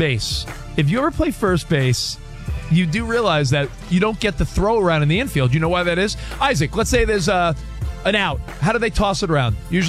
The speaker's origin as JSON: {"language": "English", "region": "New York", "country": "United States", "tie": "born or raised there"}